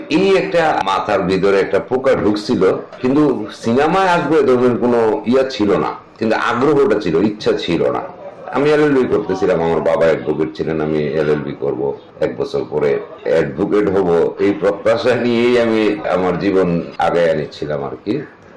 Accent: Brahmanbaria, Chittagong Division, Bangladesh; moved away as an adult; আমার শৈশব কৈশোর কেটেছে বাংলাদেশের সাংস্কৃতিক রাজধানী ব্রাহ্মণবাড়িয়া জেলা শহরে। আমি এই শহরে বড় হয়েছি, লেখাপড়া করেছি, primary, high school, college, degree, শুধু এলএলবি পড়তে আমি ঢাকা আসছিলাম।

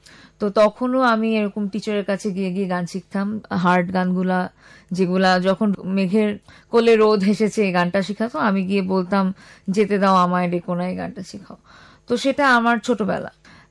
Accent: Chandpur, Shahrasti, Chittagong Division, Bangladesh; now in Dhaka, Bangladesh; আমার বাড়ি হচ্ছে চাঁদপুর শাহরাস্তিতে, সেখানে চৌধুরী বাড়ি বললেই সবাই চেনে। আর চাঁদপুর সদরে যে বাড়িটা আছে সেটা হচ্ছে আলিমপাড়া।

